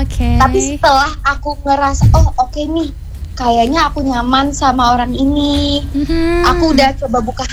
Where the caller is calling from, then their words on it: Lampung, Indonesia; Asal aku dari Pesawaran.